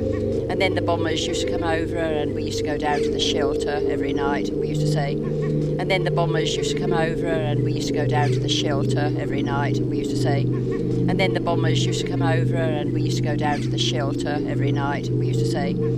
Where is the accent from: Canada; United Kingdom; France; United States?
United Kingdom; London; born there; I was born in London